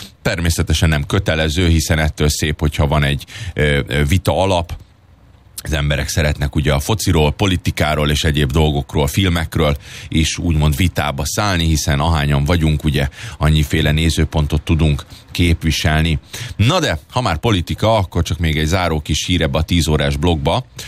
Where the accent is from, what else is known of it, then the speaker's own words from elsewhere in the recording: Hungary; én is csak egy egyszerű átlag magyar vagyok